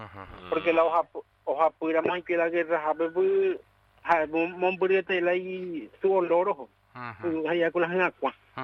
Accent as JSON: {"language": "Spanish", "town": "Coronel Oviedo", "region": "Caaguazú", "country": "Paraguay", "lives_now": "Luque, Paraguay"}